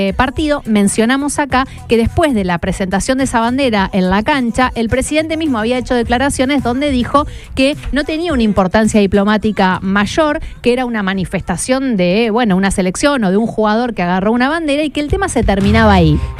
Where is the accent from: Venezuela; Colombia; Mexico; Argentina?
Argentina